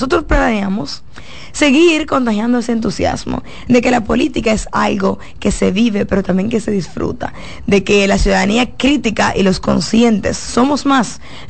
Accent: Santo Domingo Oeste, Santo Domingo, Dominican Republic; yo que vengo de Santo Domingo Oeste, de Querrera, que es una zona industrial que siempre lo ha sido punta de lanza de este país

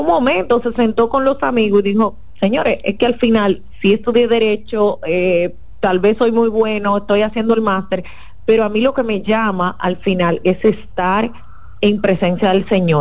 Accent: Dominican Republic; esas son cosas que como dominicanos

